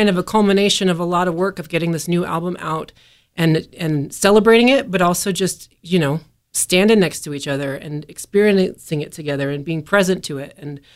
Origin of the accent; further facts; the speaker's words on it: Colorado, United States; moved away as an adult; I am from the Front Range of Colorado, even though I've lived here since 2013. So what is that, 13 years? This is home, but it is always good to go home and put your feet in the dirt you came from.